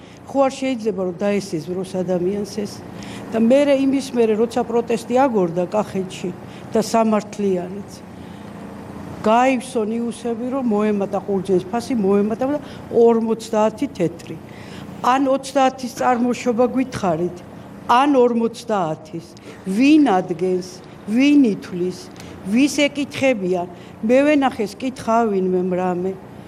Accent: Kakheti, Georgia; მე მაინც კახელი ვარ

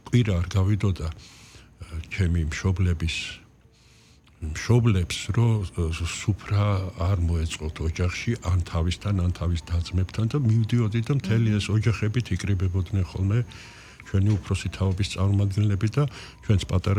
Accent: Tbilisi, Georgia; born there; მე ჭავჭავაძის ქუჩაზე დავიბადე ოპერის მაღლა 5 ნომერში

